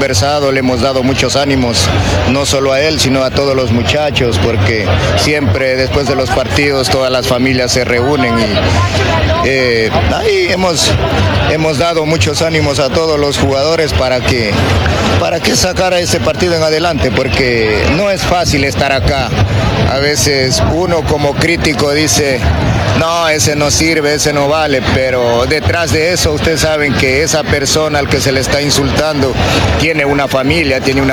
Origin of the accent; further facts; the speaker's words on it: Imbabura, Ecuador; Somos del Valle del Chota.